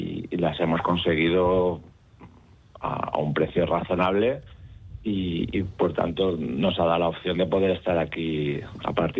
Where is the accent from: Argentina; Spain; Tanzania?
Spain; Ontinyent, Valencian Community; Sí, somos de aquí, de Ontinyent. Somos un grupo de 7 amigos que estamos yendo a ver a España hace ya tiempo